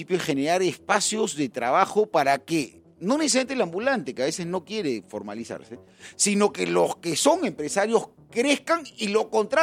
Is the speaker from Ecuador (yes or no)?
no; Lima, Peru; born there; Yo soy hijo de provinciano también, yo soy hijo de primera generación de limeño